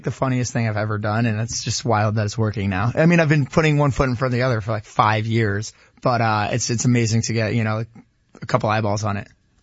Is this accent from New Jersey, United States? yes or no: yes; New Jersey, United States; So I grew up in the Kingdom of New Jersey as a Nets